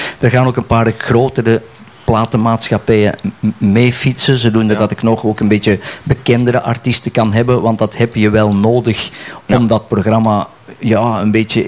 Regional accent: Essen, Flanders, Belgium; born there; Ja, maar ik woon aan de grens. Ik ben geboren in Essen. En Essen ligt tegen de Nederlandse grens. Roosendaal, Breda, dus helemaal in de kop van België.

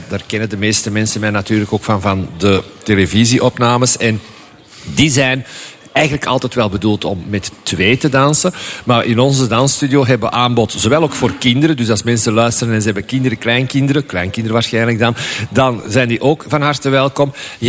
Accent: Flanders, Belgium; Ik kom zelf oorspronkelijk uit de Kempen, ook al is de dansstudio in Antwerpen.

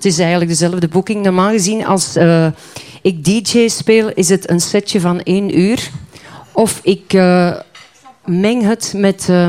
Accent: Flanders, Belgium; now in Heel; Ik ben West-Vlaamse, ja.

